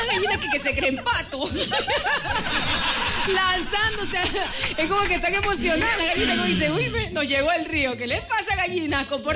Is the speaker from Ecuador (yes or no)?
yes; Ecuador; como ecuatorianos, lo que debemos recordar es que es el día del escudo nacional